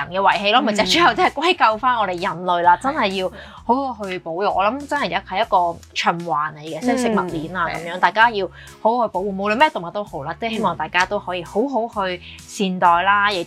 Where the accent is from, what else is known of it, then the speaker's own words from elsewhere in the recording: Hong Kong; 我哋香港人